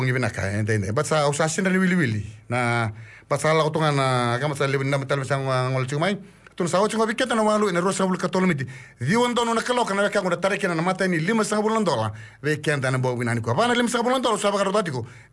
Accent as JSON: {"language": "English", "country": "Fiji", "moved": "yes", "said": "my home country in Fiji"}